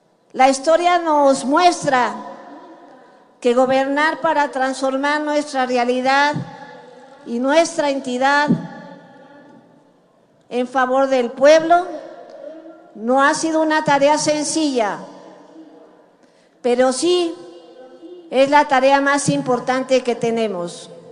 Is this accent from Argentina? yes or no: no; Mexico